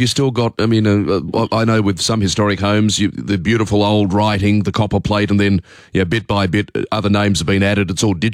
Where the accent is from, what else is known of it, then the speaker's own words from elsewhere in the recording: Oatlands, New South Wales, Australia; I grew up in Oatlands